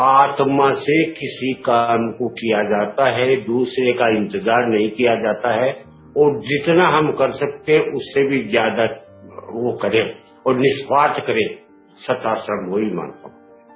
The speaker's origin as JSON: {"language": "Hindi", "town": "Ajitgarh", "region": "Rajasthan", "country": "India", "said": "मेरे लिए अजीतगढ़ हिंदुस्तान है।"}